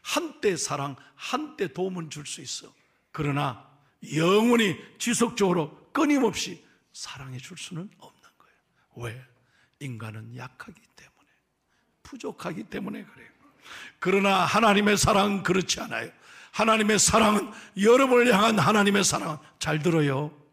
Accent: Busan, South Korea; also born or lived in United States; now in Pohang, South Korea; 저는요 평생 바닷가에서 태어나서 부산 영도가 제 영 아일랜드, 영도가 제 고향이에요. 바닷가를 보고 자랐어. 그리고 저는 17년 미국에서 태평양 바다를 보고 살았어요.

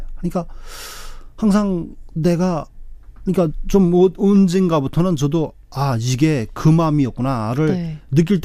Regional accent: Haeju, South Hwanghae, North Korea; moved away as an adult; now in South Korea; 저의 고향은 황해남도 해주시고요. 탈북하여 한국에 온 지 3년차 되는

